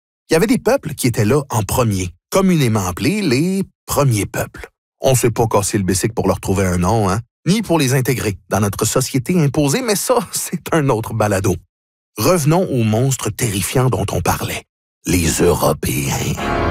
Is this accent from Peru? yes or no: no; Terrebonne, Quebec, Canada; Là, excusez pour la prononciation, là, je viens de Terrebonne.